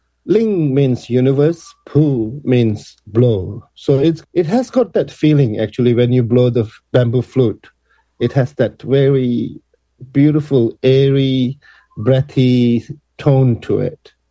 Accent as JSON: {"language": "English", "town": "Dharamsala", "region": "Himachal Pradesh", "country": "India", "tie": "born there", "also_born_or_lived": "Nepal", "moved": "yes", "said": "my little town that I was growing up in Dharamsala in India. That was after I moved from Nepal to India"}